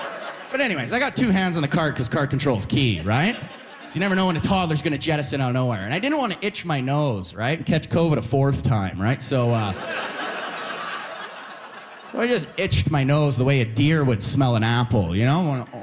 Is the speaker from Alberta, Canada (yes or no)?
yes; Alberta, Canada; now in Ontario, Canada; I lost 3 friends just because I'm from Alberta. You know what I mean?